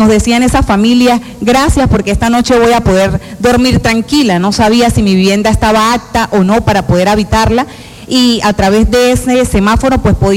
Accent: Venezuela; unidos como venezolanos

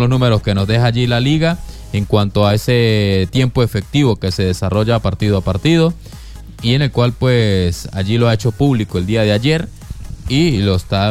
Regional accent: Venezuela; now in Argentina; Soy venezolano y vivo en Argentina.

